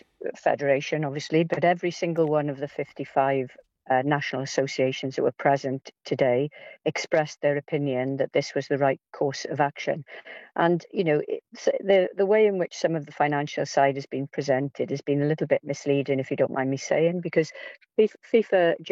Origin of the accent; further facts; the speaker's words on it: Wales, United Kingdom; I'm Welsh